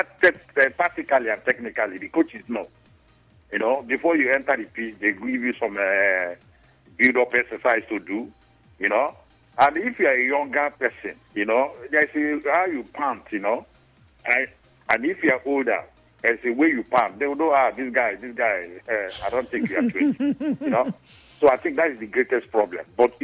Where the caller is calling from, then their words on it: Port Harcourt, Rivers, Nigeria; I'm calling from Port Harcourt.